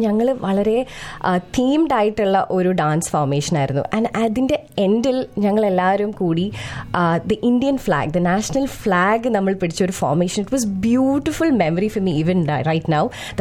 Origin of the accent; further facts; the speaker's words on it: Dubai, United Arab Emirates; മേഘ, ഞാൻ ദുബായിലാണ് ജനിച്ച് വളർന്നതൊക്കെ. സോ അവിടെ സ്കൂളിലെ ഓർമ്മകൾ എനിക്ക് ഇപ്പോഴും ഉള്ളത്